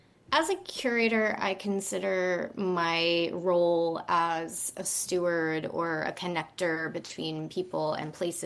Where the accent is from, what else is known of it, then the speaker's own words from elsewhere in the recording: New York City, New York, United States; I've been at Sug Harbor for 11 years and I'm from Staten Island.